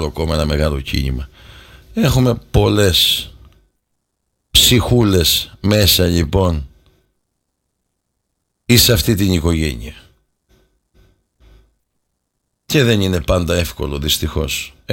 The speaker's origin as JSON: {"language": "Greek", "country": "Greece", "said": "η Ελλάδα μας, η χώρα μας, η πατρίδα μας, ο λαός μας"}